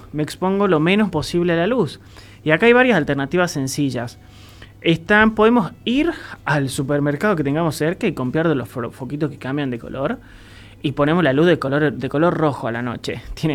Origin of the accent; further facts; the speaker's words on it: Jujuy, Argentina; A mí me pasa lo mismo, yo soy jujeño.